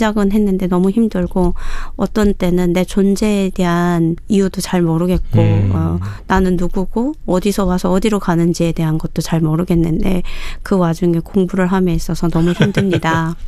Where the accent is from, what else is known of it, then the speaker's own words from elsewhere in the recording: North Korea; born there; 지금부터 감사하는 삶을 내가 살아가는 게 내가 자네로서의 도리구나를 그때 이제 느껴서 북한에서 태어난 게